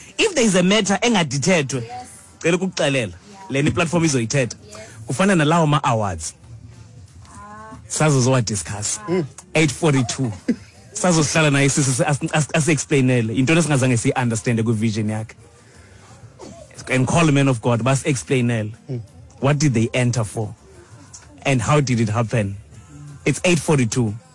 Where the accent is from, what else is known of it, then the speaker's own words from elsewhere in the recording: South Africa; I'll say this as a South African